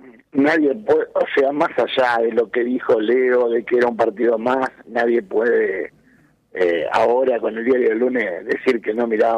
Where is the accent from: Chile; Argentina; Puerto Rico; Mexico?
Argentina; que esto haya servido para unirnos como argentinos, creo que es algo muy importante.